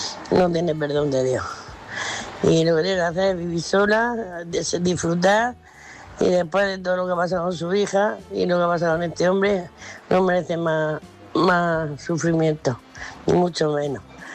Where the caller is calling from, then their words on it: Murcia, Region of Murcia, Spain; de Murcia.